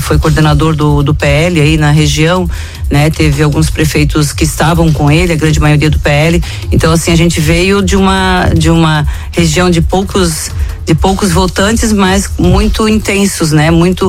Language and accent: Portuguese; Taió, Santa Catarina, Brazil; A minha cidade natal, que é Taió, né?